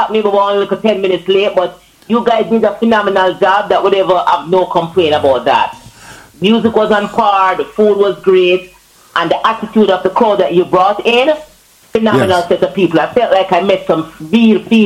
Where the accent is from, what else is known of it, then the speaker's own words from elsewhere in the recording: Florida, United States; from Florida.